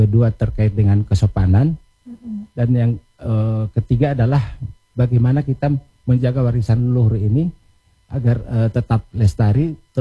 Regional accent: Gorontalo, Indonesia; Maknanya bahwa kita orang Gorontalo itu harus harmoni dengan alam, menanam. Sampai itu di dalam bahasa Gorontalo kita ada istilah mopomulo.

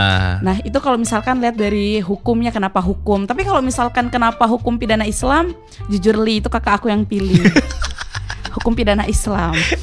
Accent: Sumatra, Indonesia; now in Bandung, Indonesia; Aku aslinya orang Sumatera.

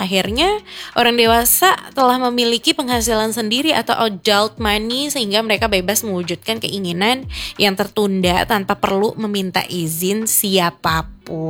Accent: Jakarta, Indonesia; moved away as an adult; now in Manado, Indonesia; Aku orang Jakarta yang merantau ke sini gitu kan, ke Manado, terus siaran di sini gitu.

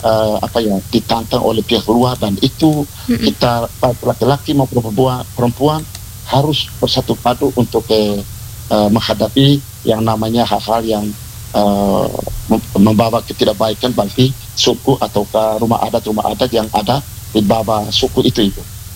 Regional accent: Aimere, East Nusa Tenggara, Indonesia; contoh saya itu dari Aimere.

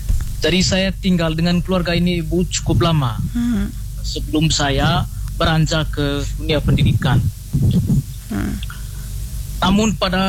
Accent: Flores, East Nusa Tenggara, Indonesia; moved away; Saya berasal dari Flores, Kabupaten Manggarai Timur. Tepatnya saya itu lahir di Lerang, Desa Gololoni, Kecamatan Ranamese.

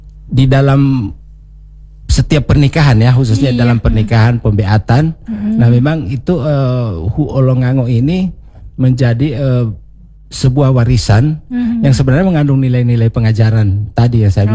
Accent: Gorontalo, Indonesia; Maknaan bahwa kita orang Gorontalo itu harus harmoni dengan alam, menanam. Sampai itu di dalam bahasa Gorontalo kita ada istilah mopomulo

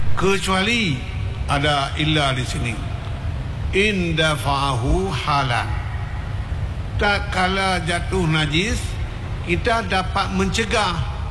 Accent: Aceh, Indonesia; Biasa kalau kita orang Aceh, kaum-kaum ibu sering sembahyangnya di sawah

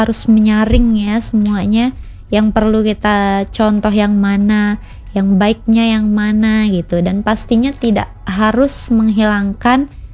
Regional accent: East Lombok, West Nusa Tenggara, Indonesia; kebetulan aku dari Lombok Timur kan.

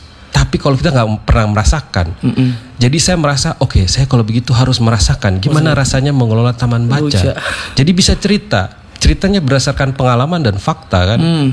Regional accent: Nabire, Central Papua, Indonesia; moved away as an adult; now in Jakarta, Indonesia; saya lahir besar di Nabire, kemudian ya saya lahir besar di Nabire, cuman kan begitu kuliah bekerjanya di Jakarta.

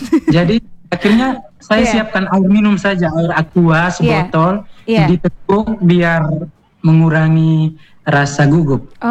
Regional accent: Indonesia; asal saya dari Desa Walitsala nih.

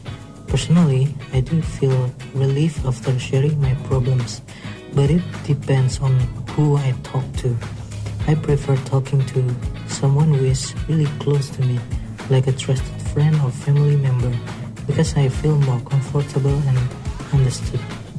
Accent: Boyolali, Central Java, Indonesia; English is a second language; I'm from Boyolali.

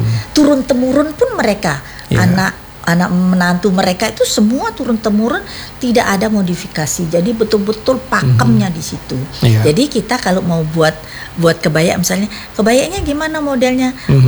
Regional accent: Lombok, West Nusa Tenggara, Indonesia; saya orang Lombok, orang Sasak

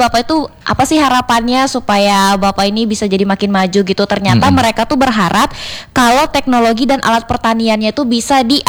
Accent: North Kalimantan, Indonesia; moved away; waktu aku lagi di kampungku ya di Kaltara gitu kan.

